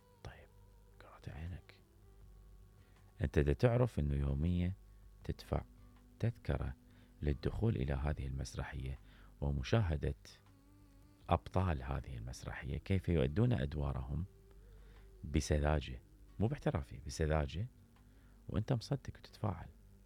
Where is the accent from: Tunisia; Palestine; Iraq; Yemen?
Iraq; إحنا كعراقيين